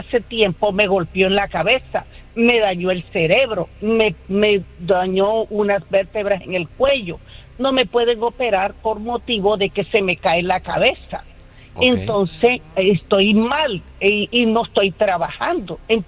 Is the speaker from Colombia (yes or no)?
yes; Caribbean coast, Colombia; soy colombiana, soy de la costa, igual que ustedes.